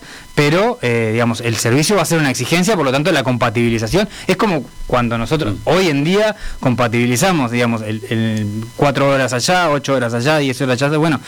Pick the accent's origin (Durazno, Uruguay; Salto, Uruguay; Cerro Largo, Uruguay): Salto, Uruguay; yo soy salteño